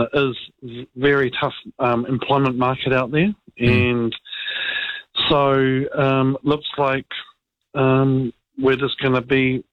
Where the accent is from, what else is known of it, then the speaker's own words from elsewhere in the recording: New Zealand; being the face as a Kiwi in New Zealand, you know, I don't even acknowledge myself and or other people on my own in public anymore, because you just don't feel like a Kiwi anymore